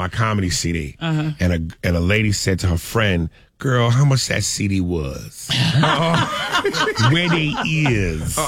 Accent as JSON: {"language": "English", "region": "New York", "country": "United States", "said": "You know, I'm from New York, but I'm Michael Jordan is my guy."}